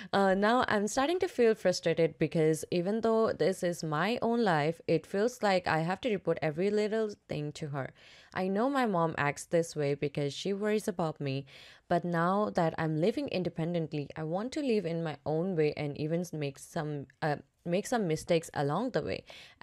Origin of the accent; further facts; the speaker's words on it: India; I'm Indian.